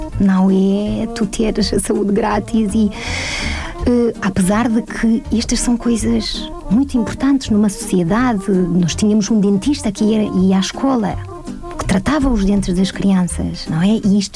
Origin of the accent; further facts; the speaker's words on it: Moldova; Portuguese is a second language; now in Portugal; E assim, eu também, quando saí da Moldávia, saí para... escolhi a Europa e Portugal porque gosto da liberdade.